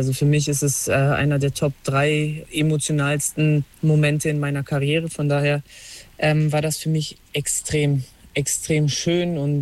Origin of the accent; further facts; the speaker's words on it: Hanover, Lower Saxony, Germany; Ich war schon immer extrem stolz darauf, Hannoveraner zu sein